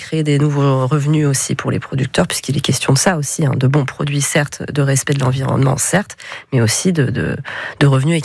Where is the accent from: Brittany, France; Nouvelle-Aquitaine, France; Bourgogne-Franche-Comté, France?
Bourgogne-Franche-Comté, France; now in Basque Country, France; Non, j'ai grandi plus vers le Jura.